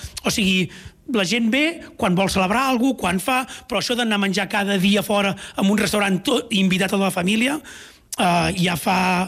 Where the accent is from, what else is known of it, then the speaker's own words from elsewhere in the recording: Catalonia, Spain; nosaltres som del Bages. Sí que som una punta del Bages